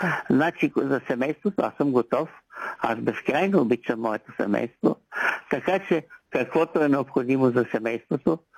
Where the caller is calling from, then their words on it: Vratsa, Vratsa Province, Bulgaria; съм от Враца.